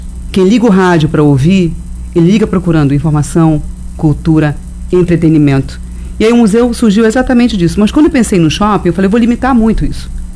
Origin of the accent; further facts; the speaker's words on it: Pará, Brazil; Bem mais nova que você, eu sou paraense.